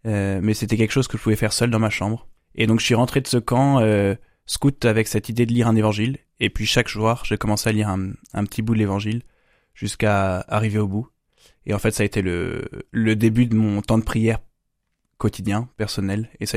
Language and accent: French; Brest, Brittany, France; moved away as an adult; also born or lived in Nantes / Paris region; moi j'ai 30 ans, j'ai grandi à Brest jusqu'à mes 18 ans. Et puis ensuite je suis parti étudier d'abord 2 ans à Nantes, en classe préparatoire. Et puis j'ai fait ensuite 4 ans d'école d'ingénieur en région parisienne.